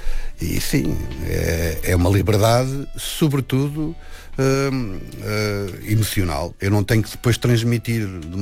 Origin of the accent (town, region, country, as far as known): Lisbon, Portugal; born or raised there